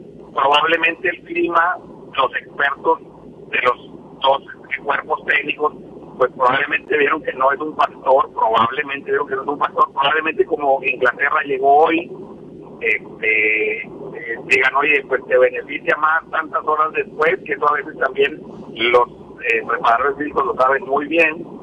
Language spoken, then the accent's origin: Spanish; Mexico; yo soy mexicano